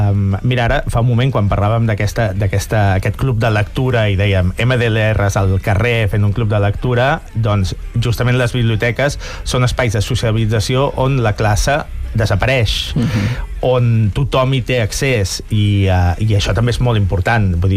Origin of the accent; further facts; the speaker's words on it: Sabadell, Catalonia, Spain; com a sabadellencs